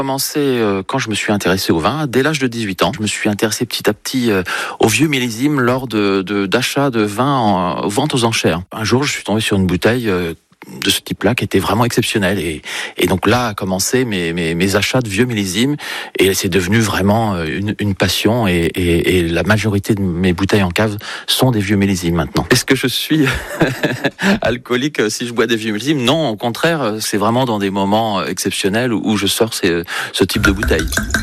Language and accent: French; Alençon, Normandy, France; born there; Je suis né à Alençon, dans l'Orne, mais je me considère manceau de cœur.